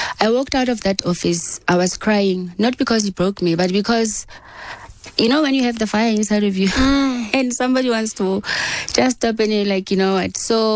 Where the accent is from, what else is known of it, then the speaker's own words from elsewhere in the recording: Bloemfontein, Free State, South Africa; first language Sesotho; English is a second language; moved away as an adult; now in Tweefontein, South Africa; I'm actually from Bloemfontein, meaning I'm from Free State.